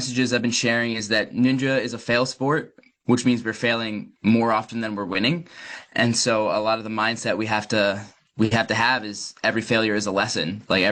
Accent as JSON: {"language": "English", "town": "Morristown", "country": "United States", "tie": "born or raised there", "lives_now": "Connecticut, United States", "said": "Yeah, so I've lived in Morristown for almost my whole life. In January, I moved from Morristown up to Connecticut, where I work. But, yep, grew up my whole childhood in Morristown."}